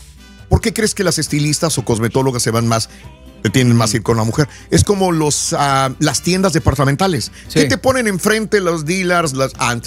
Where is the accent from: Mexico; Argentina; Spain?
Mexico; Soy mexicano